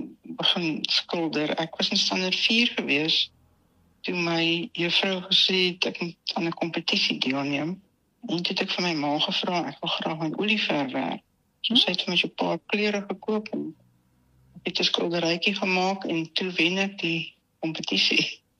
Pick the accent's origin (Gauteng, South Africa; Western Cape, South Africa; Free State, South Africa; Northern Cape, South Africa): Gauteng, South Africa; Heidelberg; ek het op Heidelberg in Transvaal groot geword en daar was nie sulke geleenthede gewees